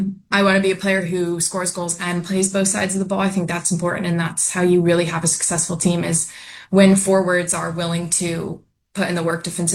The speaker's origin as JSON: {"language": "English", "town": "San Diego", "region": "California", "country": "United States", "moved": "as an adult"}